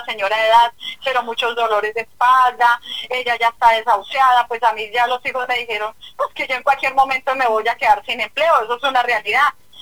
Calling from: Saboya, Boyacá, Colombia; Saboya, Boyacá.

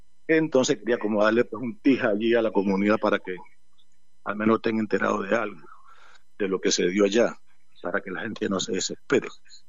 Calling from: Colombia; Yo soy de Zabaleta

